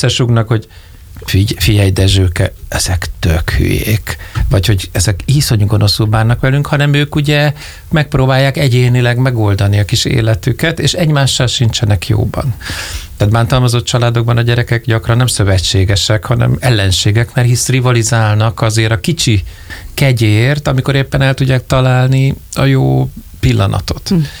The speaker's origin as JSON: {"language": "Hungarian", "country": "Hungary", "said": "ugyanott lakunk, és magyarok vagyunk"}